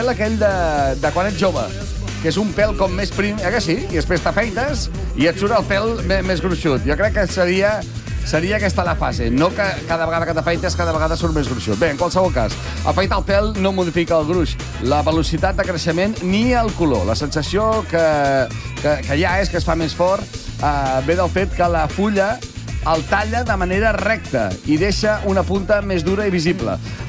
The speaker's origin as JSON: {"language": "Catalan", "town": "Caldes d'Estrac", "region": "Catalonia", "country": "Spain", "said": "un tio molt ben parit que viu a Caldeta, està en el meu poble, que és el Fernando"}